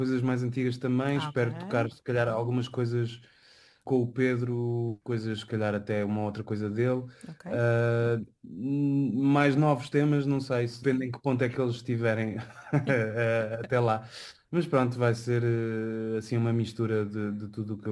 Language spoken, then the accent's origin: Portuguese; Brussels, Brussels-Capital Region, Belgium; now in São João do Estoril, Portugal; Eu até cresci no estrangeiro, em Bruxelas, não é assim muito longe, mas gosto muito de estar aqui.